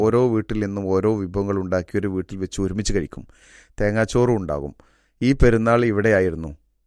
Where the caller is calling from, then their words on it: Chikkilode, Kerala, India; ചിക്കിലോട് കോഴിക്കോട്, കോഴിക്കോട് എന്നാണ്.